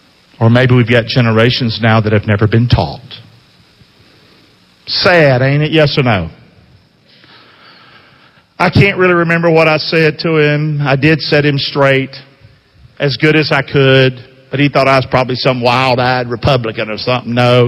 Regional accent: the Carolinas, United States; See, I'm from there. I'm from Carolina. He ain't.

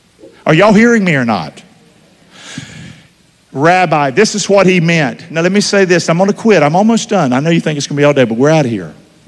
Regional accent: Rockingham, North Carolina, United States; I'm from Rockingham.

